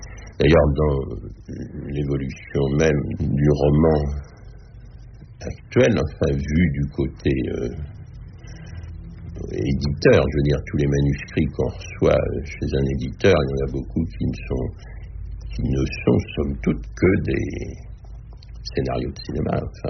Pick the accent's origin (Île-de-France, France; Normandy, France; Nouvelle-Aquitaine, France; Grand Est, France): Normandy, France; Le Havre; Et tant enfant, même des personnages sont plus ou moins ressemblants à des personnages que j'ai connus dans mon enfance au Havre.